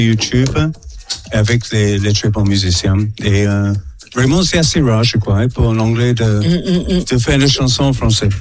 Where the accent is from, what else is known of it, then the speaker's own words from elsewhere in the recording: Burkina Faso; accent: Burkinabe; J'ai un accent burkinesque, je crois.